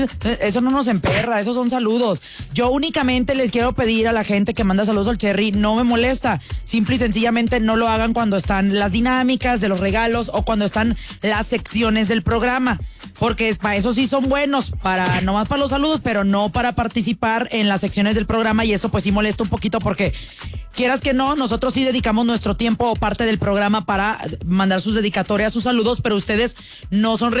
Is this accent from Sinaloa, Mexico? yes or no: yes; Mazatlán, Sinaloa, Mexico; Aunque nací en Mazatlán